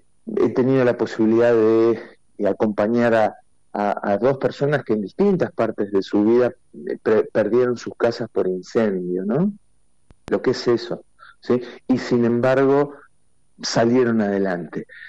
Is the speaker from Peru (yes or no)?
no; Argentina; Nosotros como sociedad argentina somos realmente muy, muy resilientes.